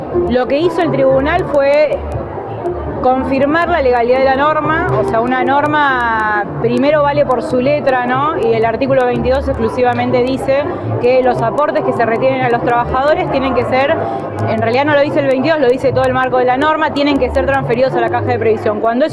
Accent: Argentina; sentir la patria con el objetivo ese de volver a sentir los valores y la tradición que nos caracteriza como argentinos.

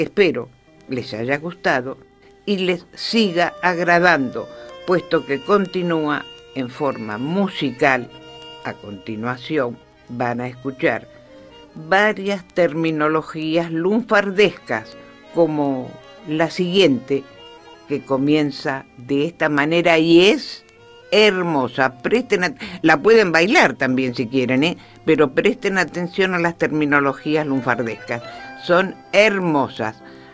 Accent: Argentina; que solemos utilizar los argentinos en forma cotidiana, dado que es una manera de estar utilizando el lunfardo, puesto que es nuestro caballito de batalla

